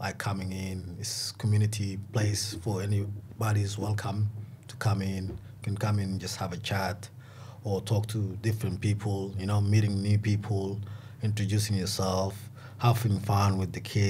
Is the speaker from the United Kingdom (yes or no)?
no; Sudan; also born or lived in Melbourne, Australia; now in Alice Springs, Australia; I'm originally from Sudan. I come to Australia 15 years ago. I was first in Melbourne.